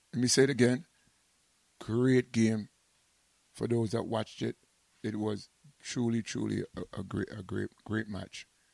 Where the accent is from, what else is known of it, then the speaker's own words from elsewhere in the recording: United Kingdom; I'm British